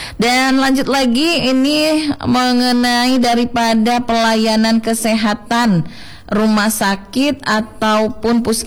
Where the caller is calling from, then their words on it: Jambi, Indonesia; Saya dari Muaro Jambi.